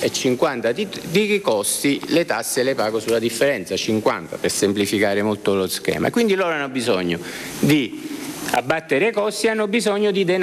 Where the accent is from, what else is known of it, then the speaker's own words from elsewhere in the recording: Naples, Campania, Italy; io sono napoletano, quindi facciamo l'esempio, l'esempio della camorra.